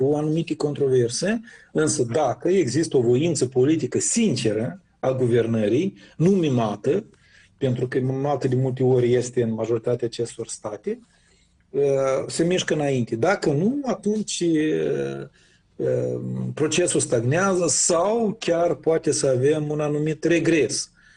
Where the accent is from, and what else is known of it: Moldova